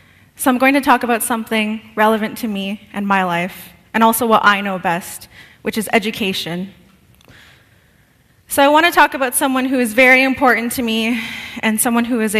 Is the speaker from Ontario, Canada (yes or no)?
yes; Ontario, Canada; first language Oneida; English is a second language; I'm Bear Clan, and I'm from the Oneida Nation of the Thames, First Nations community. So being a First Nations woman